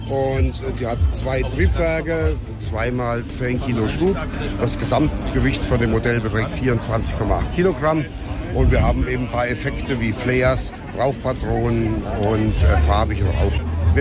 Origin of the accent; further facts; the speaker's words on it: Wasungen, Thuringia, Germany; ich komme aus Thüringen. Wasung heißt meine Ortschaft